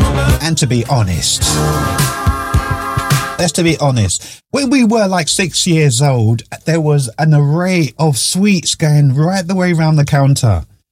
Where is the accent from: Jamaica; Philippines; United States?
Jamaica; I'm a Jamaican, so in English, steal.